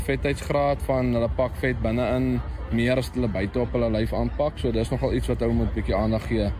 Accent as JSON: {"language": "Afrikaans", "town": "Vryburg", "region": "North West", "country": "South Africa", "said": "ons is van Vryburg af. Dorp se naam is Louna. Ons is die 50e generasie al waar ons boer en ek boer nou so 15 jaar met boerbokke nou al."}